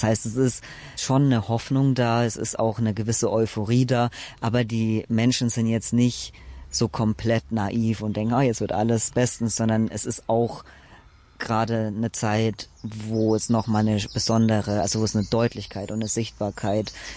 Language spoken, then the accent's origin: German; Germany; Also meine Eltern leben in Deutschland. Ich bin auch in Deutschland größtenteils aufgewachsen und meine Familie ist in Ungarn.